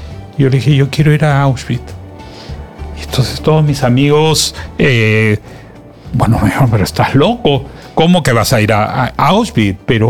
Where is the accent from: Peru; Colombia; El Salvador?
Peru; yo, como peruano